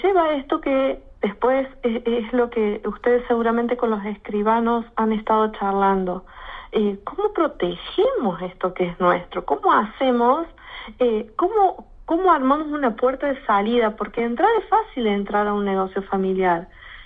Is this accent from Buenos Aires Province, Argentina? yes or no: no; Río Tercero, Córdoba, Argentina; also born or lived in Villa Carlos Paz; soy oriunda de Río Tercero, entonces tengo toda la familia acá